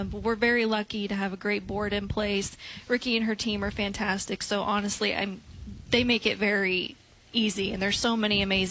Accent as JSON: {"language": "English", "town": "Decatur", "region": "Illinois", "country": "United States", "tie": "born there", "said": "I'm from the Decatur area, and so I have very fond memories of coming to the museum as a child."}